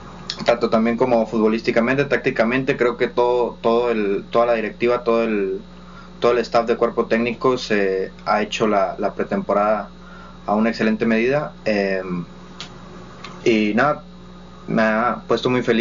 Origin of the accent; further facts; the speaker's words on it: Tamaulipas, Mexico; uno como tamaulipeco, no soy de Ciudad Victoria, pero como tamaulipeco